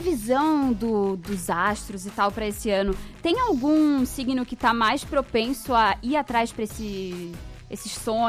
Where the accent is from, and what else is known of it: Brazil